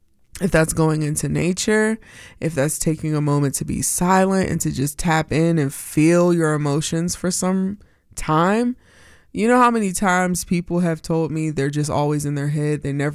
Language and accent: English; United States; growing up in America as a black girl and as an indigenous young girl